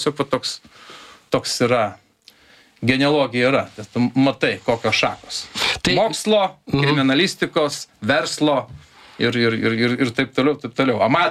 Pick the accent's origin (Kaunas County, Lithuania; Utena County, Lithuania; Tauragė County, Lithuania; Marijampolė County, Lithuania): Utena County, Lithuania; Anykščiai; Na taip, mes labai susiję vieni su kitais, nes aš žiūrėjau, kai aš kilęs iš Anykščių, aš kaip parvažiuoju Anykščius